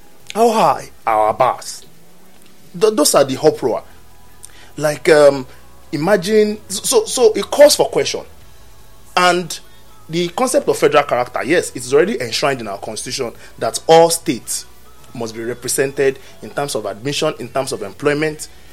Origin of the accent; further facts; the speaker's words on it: Nigeria; as a Nigerian who to some extent is policy inclined.